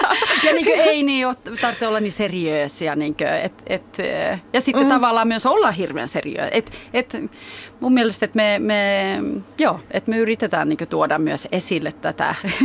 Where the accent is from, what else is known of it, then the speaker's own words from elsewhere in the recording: Hallstahammar, Västmanland, Sweden; mä oon Hallstahammerista kotoisin